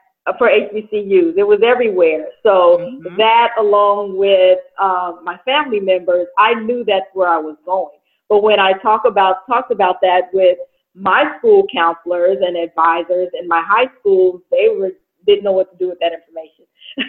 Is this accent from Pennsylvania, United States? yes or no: no; Seattle, Washington, United States; I grew up in Seattle.